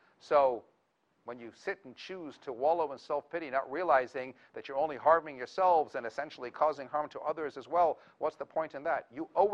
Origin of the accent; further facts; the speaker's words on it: Toronto, Ontario, Canada; In my childhood bedroom, where I grew up in Toronto, Canada